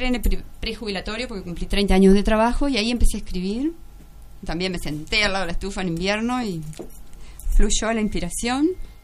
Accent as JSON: {"language": "Spanish", "town": "Montes", "region": "Canelones", "country": "Uruguay", "said": "Somos acá de Montes."}